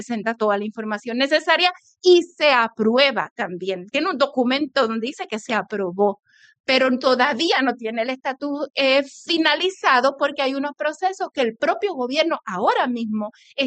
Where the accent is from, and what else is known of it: Puerto Rico